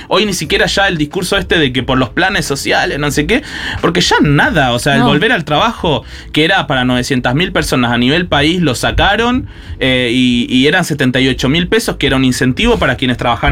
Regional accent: Buenos Aires, Argentina; also born or lived in Paraguay; Yo hace 20 años que estoy viviendo en la Ciudad de Buenos Aires y antes 8 años viví en Paraguay. O sea, soy porteño.

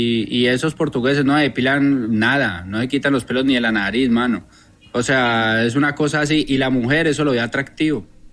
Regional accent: Neiva, Huila, Colombia; also born or lived in Eje Cafetero; now in France; uno crió en Colombia, yo soy de Neiva, o sea, yo me crié en Neiva.

